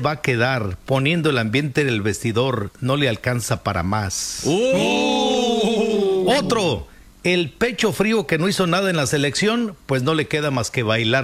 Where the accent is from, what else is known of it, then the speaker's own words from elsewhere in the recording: Mexico; nos aventamos algunos aficionados mexicanos